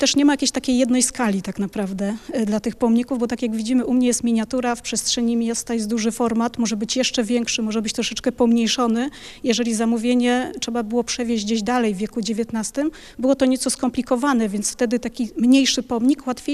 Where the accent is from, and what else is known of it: Gliwice, Silesian Voivodeship, Poland